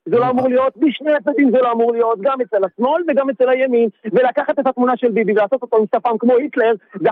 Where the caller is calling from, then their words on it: Rishon LeZion, Central District, Israel; אני אב מראשון לציון